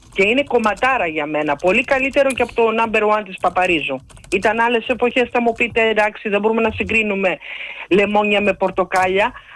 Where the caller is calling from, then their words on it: Marousi, Attica, Greece; είμαι κάτι από Μαρούση